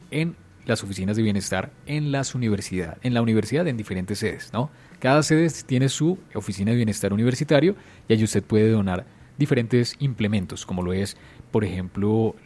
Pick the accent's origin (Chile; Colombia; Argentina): Colombia; Y que claramente pues se unan todos como colombianos, o nos unamos todos como colombianos para dar un poquito de ayuda.